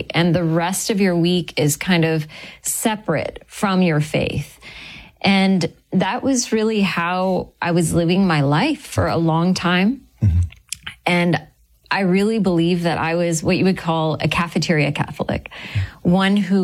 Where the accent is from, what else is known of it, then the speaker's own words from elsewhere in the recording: Sri Lanka; also born or lived in Calgary, Canada / Texas, United States; So I was born in Canada. Okay. I was born in Calgary, and then my family shifted to the States. So I grew up in Texas for a while, and then my parents sadly got divorced. And so my mom moved my brother and I to Sri Lanka